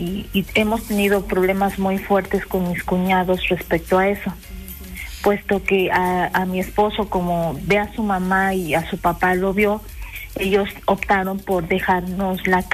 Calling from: Puebla, Mexico; hablo de Puebla, de la colonia Balcones del Sur.

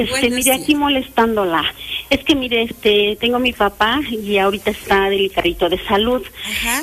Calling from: Puebla, Mexico; yo vivo aquí en Ampliación Guadalupe Hidalgo, soy de aquí de la ciudad de Puebla.

